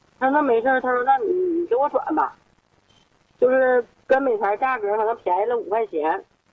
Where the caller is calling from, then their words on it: Anshan, Liaoning, China; 辽宁鞍山